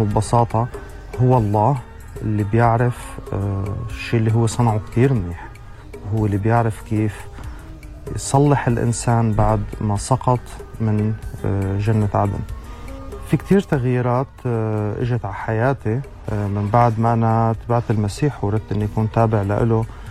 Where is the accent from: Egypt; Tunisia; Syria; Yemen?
Syria; now in Europe; أنا سوري، أقيم حاليا في أوروبا ومؤمن بالمسيح من قرابة 7 سنوات.